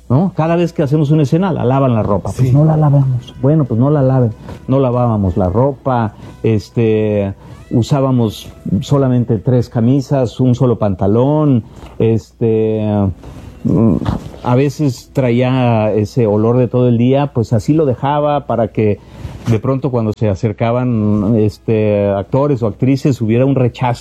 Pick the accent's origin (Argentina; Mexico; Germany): Mexico; Pues porque somos mexicanos.